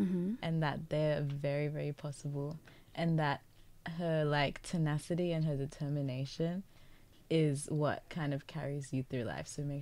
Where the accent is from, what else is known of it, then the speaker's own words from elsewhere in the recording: Australia; also born or lived in Zimbabwe; I'm able to relate to being Australian as much as I'm able to relate to being Zimbabwean.